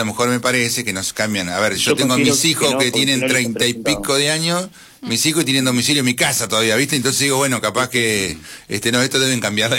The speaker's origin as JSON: {"language": "Spanish", "town": "General Conesa", "region": "Río Negro", "country": "Argentina", "said": "yo vengo a estudiar a Patagones desde Conesa, no soy de Patagones"}